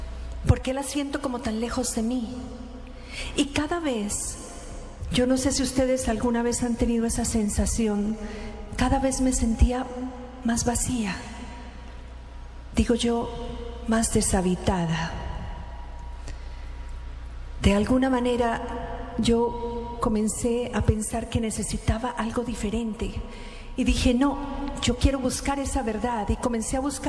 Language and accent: Spanish; Cali, Valle del Cauca, Colombia; Había estudiado música y canto en Cali, mi tierra.